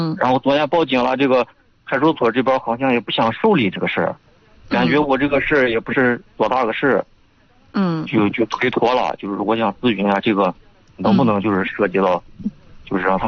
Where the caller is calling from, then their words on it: Yuncheng, Shanxi, China; 我是运城江县的。